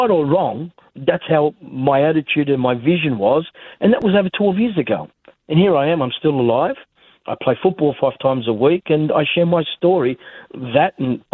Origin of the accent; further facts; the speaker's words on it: Newcastle, New South Wales, Australia; now in Sydney, Australia; I was living in Sydney at the time, because I moved from Newcastle and went to come to Sydney here